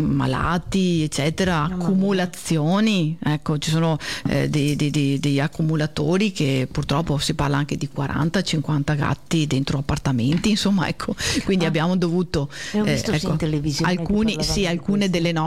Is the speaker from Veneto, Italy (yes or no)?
yes; Castelfranco Veneto, Veneto, Italy; Io sono originaria di Castelfranco Veneto